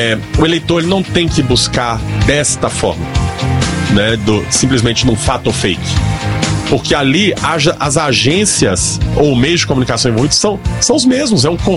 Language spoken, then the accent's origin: Portuguese; Brazil; eu sou brasileiro